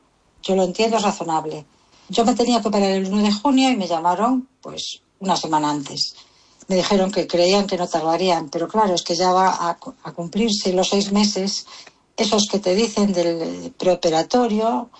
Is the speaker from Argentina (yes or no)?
no; Vigo, Galicia, Spain; Soy de Vigo, estoy en esta espera para operar